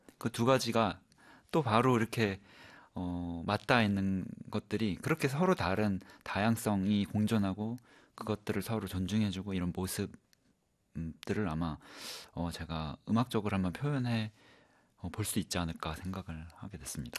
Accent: Chuncheon, Gangwon, South Korea; 저는 강원도 춘천 사람인데요.

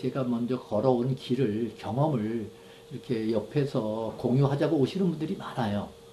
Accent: Wonju, Gangwon, South Korea; 원주가 없었다면 우리 지역, 우리 고향이 없었다면 불가능했었겠죠.

